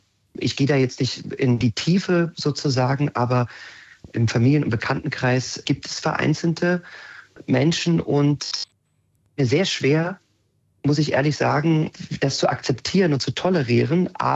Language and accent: German; Magdeburg, Saxony-Anhalt, Germany; gerade ich als Magdeburger und Sachsen-Anhaltiner